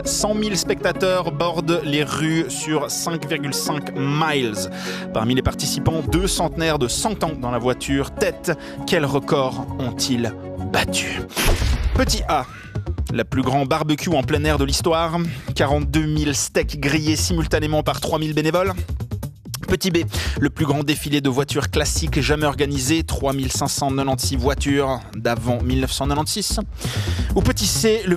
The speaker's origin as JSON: {"language": "French", "country": "Spain", "said": "Alors, moi je suis espagnol et ils ont pas de ventouses, ok?"}